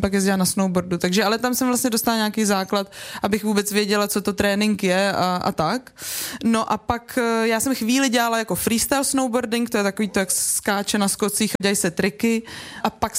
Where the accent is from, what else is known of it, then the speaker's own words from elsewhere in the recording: Vrchlabí, Hradec Králové Region, Czechia; now in Prague, Czechia; jsem chodila na strážný u nás ve Vrchlabí na koně